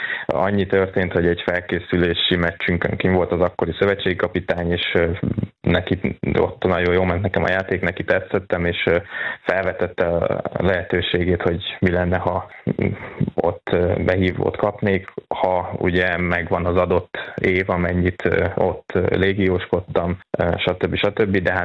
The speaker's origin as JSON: {"language": "Hungarian", "region": "Somogy", "country": "Hungary", "said": "én is innen Somogyországból kikerülve magyarként megálltam a helyemet ott Romániában"}